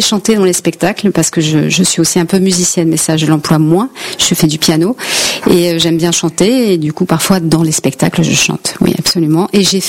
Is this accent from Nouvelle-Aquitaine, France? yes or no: yes; Limoges, Nouvelle-Aquitaine, France; now in Paris, France; Je viens de Limoges. Je suis arrivée à Paris très jeune pour être comédienne.